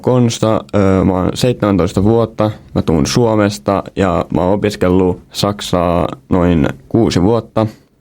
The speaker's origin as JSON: {"language": "German", "country": "Finland", "second_language": "German", "said": "ich komme aus Finnland, ich bin 17 Jahre alt und ich lerne Deutsch seit 6 Jahren."}